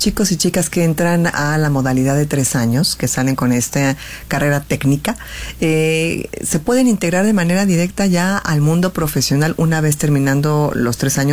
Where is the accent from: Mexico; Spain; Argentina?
Mexico; Querétaro; los que somos queretanos, queretanísimos